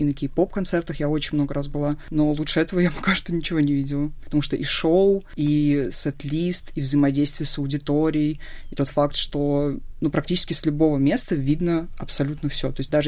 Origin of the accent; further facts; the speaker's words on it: Russia; То есть, ну, я прям девочка из России